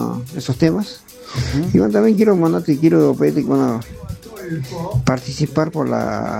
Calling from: San Salvador de Jujuy, Jujuy, Argentina; de Chisla.

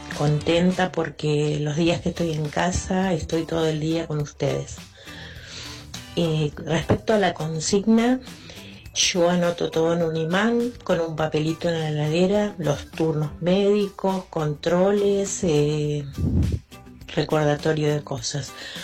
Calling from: Florencio Varela, Buenos Aires Province, Argentina; Hola, buenas noches. … de Florencio Varela.

